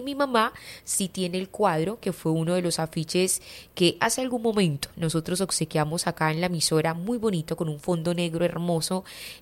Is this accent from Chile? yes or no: no; Colombia; esta devoción que todos nosotros como colombianos tenemos al Sagrado Corazón de Jesús